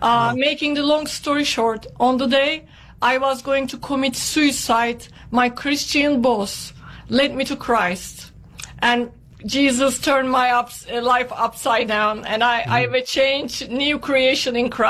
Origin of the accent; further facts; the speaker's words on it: Istanbul, Turkey; I was born in Istanbul, Turkey, in a devout Muslim home. I had devout Muslims, secular Muslims, and radical Sharia law-believing Muslims in my family.